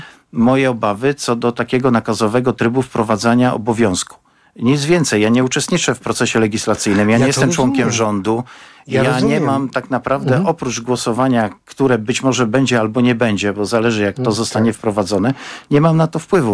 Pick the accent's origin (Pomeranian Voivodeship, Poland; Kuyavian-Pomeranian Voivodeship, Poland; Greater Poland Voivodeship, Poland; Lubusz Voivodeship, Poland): Lubusz Voivodeship, Poland; Zielona Góra; pochodzę z Zielonej Góry